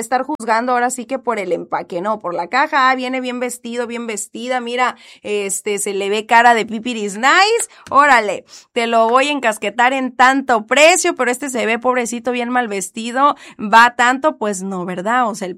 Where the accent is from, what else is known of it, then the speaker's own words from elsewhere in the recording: Mexico; me las voy a ver negras, ¿eh? Como buena mexicana, ¿no? Todo a lo último.